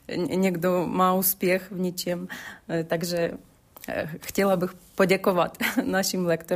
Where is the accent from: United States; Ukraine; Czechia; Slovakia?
Ukraine; Czech is a second language; now in Czech Republic; No, my jsme Ukrajinci